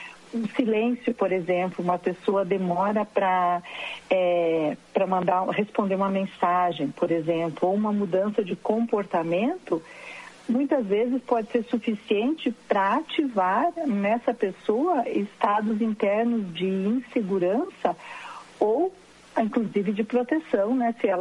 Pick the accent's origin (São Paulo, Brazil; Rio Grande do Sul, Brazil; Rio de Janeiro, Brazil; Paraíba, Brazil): Rio Grande do Sul, Brazil; Alegria; born there; moved away; Eu sou de Alegria